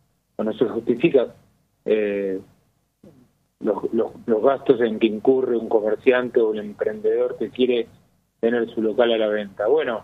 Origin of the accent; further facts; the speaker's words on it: Argentina; somos todos argentinos